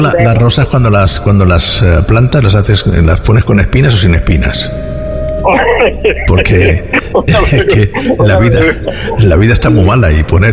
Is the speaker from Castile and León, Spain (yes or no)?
no; Region of Murcia, Spain; Sí, bueno, no sé tú si te sientes murciano, ¿no? Yo soy de Murcia.